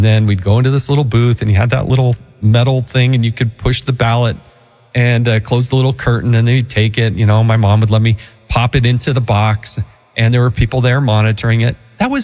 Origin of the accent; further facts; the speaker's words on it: Utah, United States; my home state of Utah included, Utah does all vote by mail.